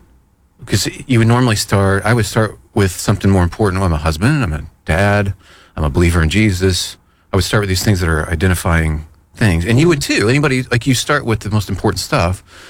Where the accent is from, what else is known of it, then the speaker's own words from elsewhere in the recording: United States; I'm an American, and I'm a white person, and I'm a male